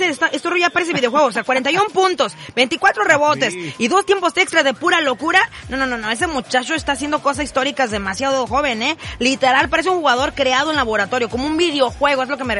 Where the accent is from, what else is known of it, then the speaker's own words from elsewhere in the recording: Tijuana, Baja California, Mexico; yo no soy de San Diego, pues, pero soy brincando el charco. O sea, soy de Tijuana. O sea, casi allá a la vuelta.